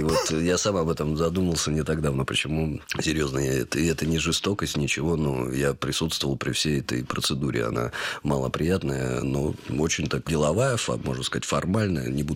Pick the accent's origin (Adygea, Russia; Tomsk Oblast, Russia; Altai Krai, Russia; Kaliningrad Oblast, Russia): Altai Krai, Russia; born or raised there; moved away